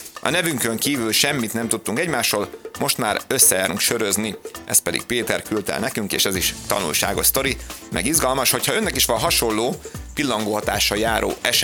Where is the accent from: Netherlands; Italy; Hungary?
Hungary; Abony, Pest; az öcsémnek a felesége is abonyi, mi is abonyi család vagyunk